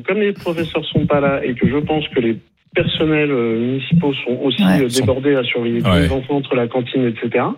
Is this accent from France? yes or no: yes; Orléans, Centre-Val de Loire, France; la mairie d'Orléans, parce que je suis d'Orléans